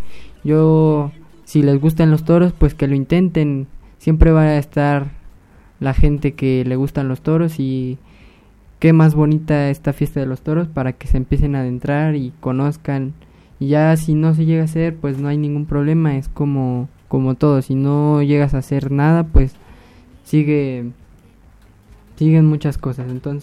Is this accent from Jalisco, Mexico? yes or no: no; Apizaco, Tlaxcala, Mexico; Yo soy originario de aquí, de Apizaco, Tlaxcala, gracias a Dios. Nazco en el Hospital Regional de San Andrés, Aguas, Guatepec